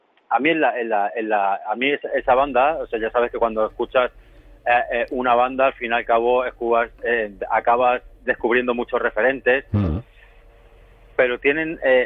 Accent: Barcelona, Catalonia, Spain; Donde yo crecí, que era un pueblo del Delta Llobregat, también en su manera, ¿no? Y su tradición y sus costumbres, pero también era como muy pura, muy de payeses

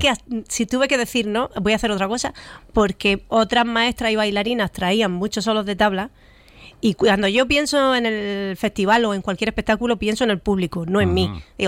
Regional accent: Almería, Andalusia, Spain; also born or lived in Fuengirola; Pues ahora estoy súper contenta de poder hacerlo en mi tierra.

